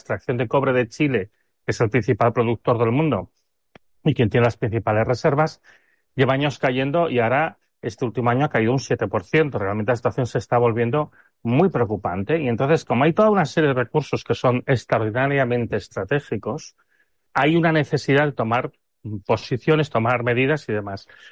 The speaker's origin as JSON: {"language": "Spanish", "town": "León", "region": "Castile and León", "country": "Spain", "said": "yo que soy de León"}